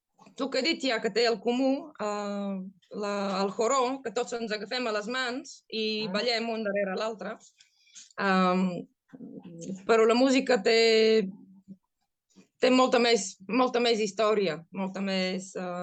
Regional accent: Sofia, Sofia City, Bulgaria; Catalan is a second language; now in Catalonia, Spain; jo soc de Sofia, que es fa, està... no està massa prop del mar.

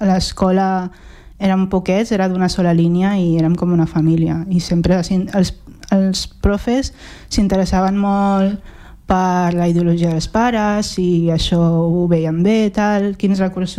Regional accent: Catalonia, Spain; born there; jo sóc d'aquí, he nascut aquí.

